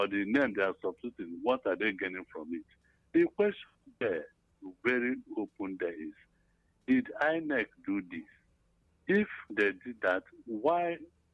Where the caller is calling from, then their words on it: Enugu, Enugu State, Nigeria; I'm calling from Enugu.